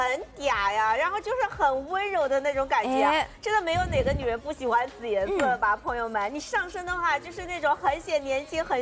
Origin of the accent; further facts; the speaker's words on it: China; 我们中国人